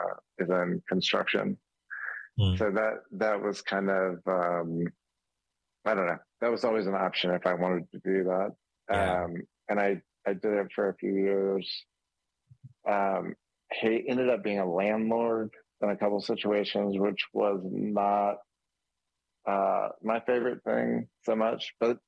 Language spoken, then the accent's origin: English; Memphis, Tennessee, United States; also born or lived in New York; I moved home from New York to Memphis, thinking it was just going to be like a short-term thing.